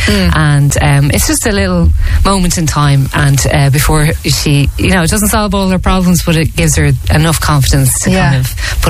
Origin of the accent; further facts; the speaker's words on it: County Dublin, Ireland; where we grew up in Ballantyre and in Dundrum and kind of surrounding areas